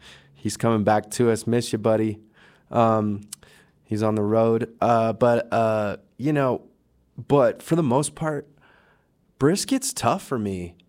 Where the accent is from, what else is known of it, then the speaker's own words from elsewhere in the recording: California, United States; I'm from California